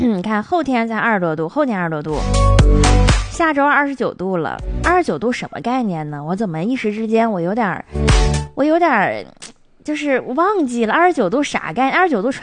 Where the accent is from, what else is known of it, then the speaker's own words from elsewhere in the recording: Northeast China, China; 咱们东北人